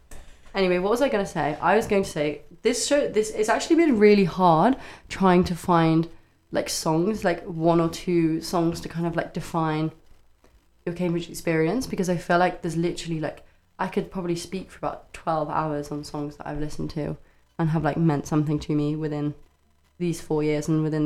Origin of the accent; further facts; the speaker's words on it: Ireland; I am Irish, both my parents are Irish, and I think it really brought out kind of that side of me